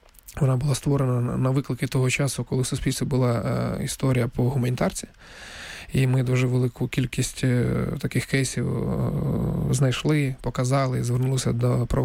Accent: Donetsk, Donetsk Oblast, Ukraine; я сам з Донецька і вперше відчув на себе і на своїй, як тому скажуть, шкурі

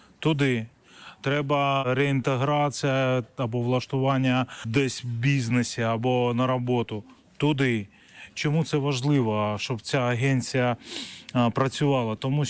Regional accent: Yerevan, Armenia; born or raised there

